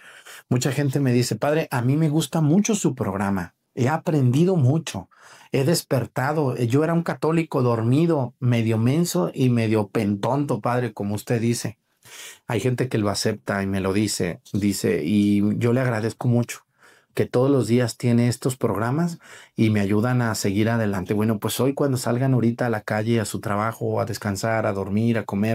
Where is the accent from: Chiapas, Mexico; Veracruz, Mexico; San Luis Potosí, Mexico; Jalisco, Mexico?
Jalisco, Mexico; Mexicacán; Hermanos, muchas gracias por ir a Mexicacán y ayudar a mi pueblo de tantas formas. Es un pueblo que yo quiero, donde algún día, ya más viejito yo, después de mis 60 años, quiero irme a vivir ahí mis últimos años hasta que me muera.